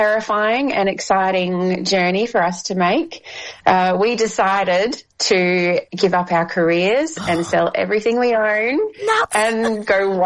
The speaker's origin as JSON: {"language": "English", "town": "Adelaide Hills", "region": "South Australia", "country": "Australia", "said": "Yes, that's right. We're from the Adelaide Hills."}